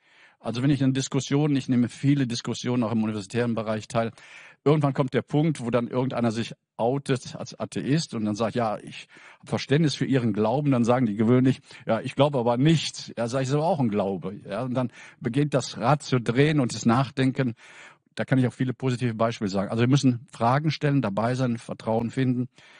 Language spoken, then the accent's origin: German; Rhineland, Germany; now in Berlin, Germany; Das ist für mich als Rheinländer fast unvorstellbar